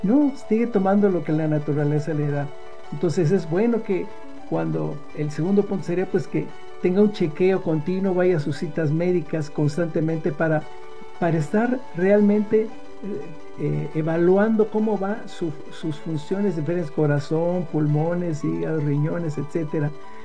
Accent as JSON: {"language": "Spanish", "country": "Mexico"}